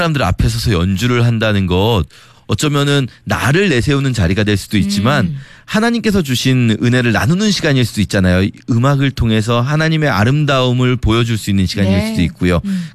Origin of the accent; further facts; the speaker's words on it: Suwon, Gyeonggi Province, South Korea; 제가 원래 이제 고향이 수원 아니겠습니까?